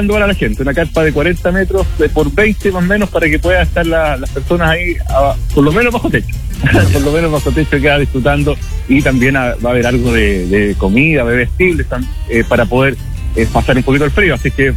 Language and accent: Spanish; Villa Prat, Maule, Chile